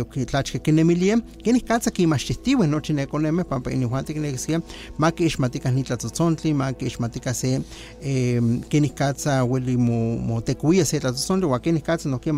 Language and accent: Spanish; Veracruz, Mexico; now in Xalapa, Mexico; Nosotros somos de la Huasteca, de la zona norte del estado, pero llevamos años aquí en Jalapa. Jalapa nos adoptó y seguimos acá y seguiremos acá, ¿no?